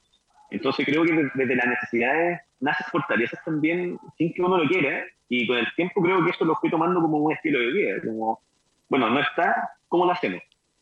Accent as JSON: {"language": "Spanish", "town": "Santiago", "region": "Santiago Metropolitan Region", "country": "Chile", "tie": "born or raised there", "said": "cuando era pequeño, estudiando acá en Cerro Navia. Yo, además de trabajar en Cerro Navia, soy de acá en Cerro Navia. Hoy en día no vivo acá en Cerro Navia"}